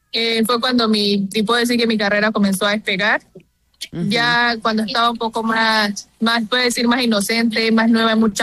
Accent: Colombia; Entonces es algo que siento que nos, como colombianos, nos representa mucho

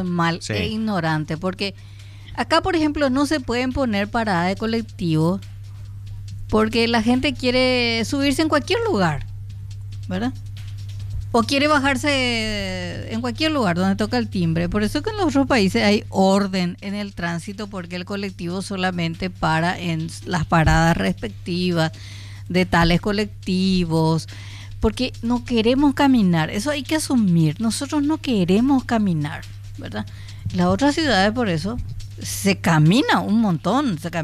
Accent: Paraguay; cómo somos los paraguayos.

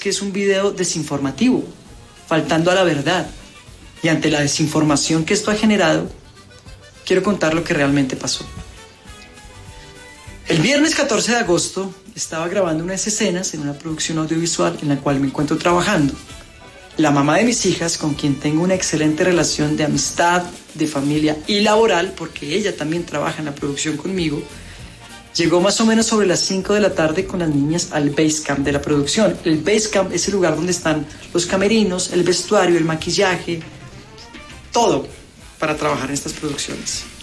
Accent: Colombia; soy actor colombiano

